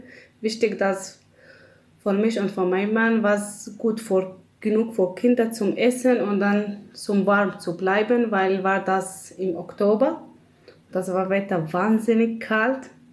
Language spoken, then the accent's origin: German; Syria; German is a second language; moved away as an adult; now in Munich, Germany; Ich komme aus Syrien